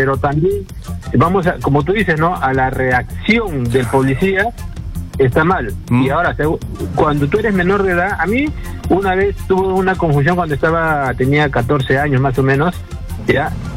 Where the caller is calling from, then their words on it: Lima, Peru; estoy acá del Agustino. Ahorita estoy en el Agustino.